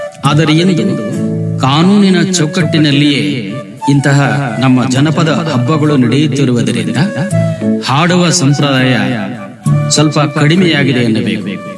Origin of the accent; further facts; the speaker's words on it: Gadag district, Karnataka, India; ನಮ್ಮ ಗದಗ ಜಿಲ್ಲೆಯಲ್ಲಿ ಲಕ್ಕುಂಡಿ ಮತ್ತು ಮಜ್ಜೂರು ಭಜನಾ ಮೇಳದವರು ಹೆಚ್ಚು ಪ್ರಸಿದ್ಧಿ ಪಡೆದಿರುವುದು ಕಂಡು ಬರುತ್ತದೆ.